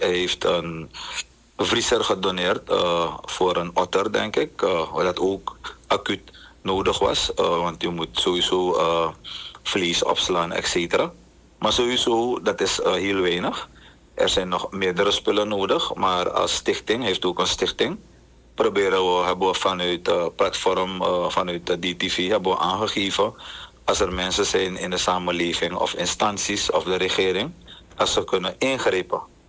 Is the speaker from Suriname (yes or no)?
yes; Suriname; En als Surinamer, als persoon, heb ik geen andere keus om me in te zetten.